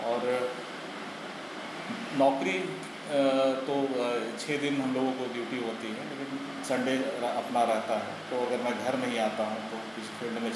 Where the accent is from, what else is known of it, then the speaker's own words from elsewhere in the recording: Chaibasa, Jharkhand, India; मैं मूल निवासी मैं चाईबासा का ही हूँ